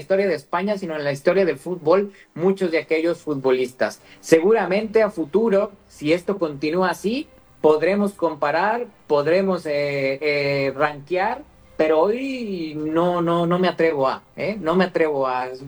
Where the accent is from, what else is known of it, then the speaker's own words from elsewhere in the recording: Mexico; es una rivalidad que sí se siente mucho para uno como mexicano. Para nosotros como mexicanos, sí no nos podemos permitir perder contra Estados Unidos.